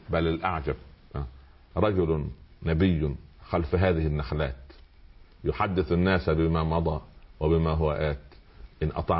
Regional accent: Egypt

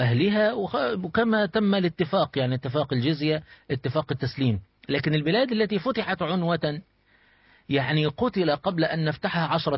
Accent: Egypt; انت اصلا لما بتقعد مع، يعني انا دلوقتي مصري، لو صاحبت شوية سوريين ولا شوية فلسطينيين، بعد شوية تدخل الى الفاظي، الفاظا من لهجتهم الخاصة

